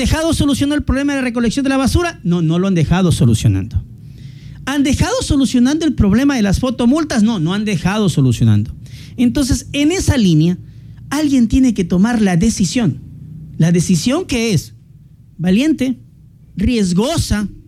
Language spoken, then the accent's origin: Spanish; Santo Domingo, Santo Domingo de los Tsáchilas, Ecuador; soy de Santo Domingo, conozco, he vivido la realidad de Santo Domingo todos sus días. Aquí crecí, aquí me eduqué, aquí he ejercido mi profesión, aquí he sido funcionario público